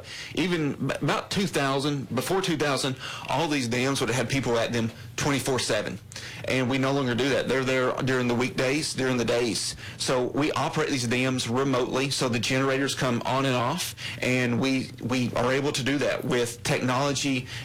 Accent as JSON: {"language": "English", "town": "Knoxville", "region": "Tennessee", "country": "United States", "said": "I'm from Knoxville area, so I use those lakes generally."}